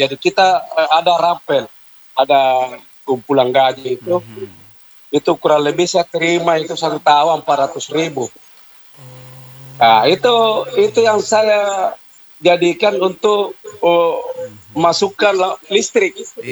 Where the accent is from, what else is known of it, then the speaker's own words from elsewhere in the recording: Makassar, South Sulawesi, Indonesia; jadi saya tidak ada kampungku. Saya di Makassar, Kak. Jadi kalau di Makassar itu alhamdulillah dulunya itu daerah terpencil. Nah, sekarang itu menjadi kota modern.